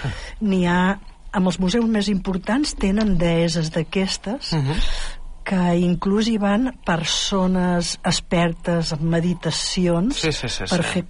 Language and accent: Catalan; La Gornal, Catalonia, Spain; moved away as an adult; now in El Vendrell, Spain; jo soc de la Gornal, sí, i vaig venir cap aquí a Vendrell, doncs, abans de casar-me, i ja m'he quedat aquí.